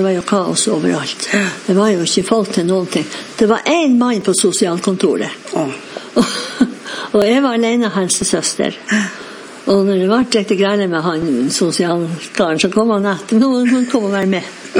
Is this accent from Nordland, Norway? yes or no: yes; Flakstad, Nordland, Norway; Jeg er født og oppvoksen i Lofoten